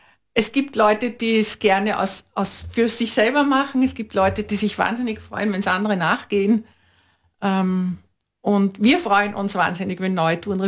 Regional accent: Vienna, Austria; ich komme aus Wien, ja, und, Und es ist vielleicht da auch so

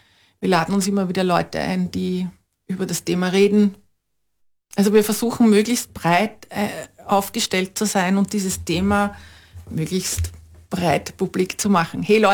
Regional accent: Vienna, Austria; ich komme aus Wien

